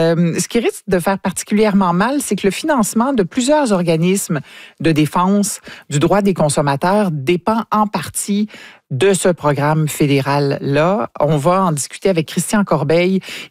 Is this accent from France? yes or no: no; Quebec, Canada; chez nous au Québec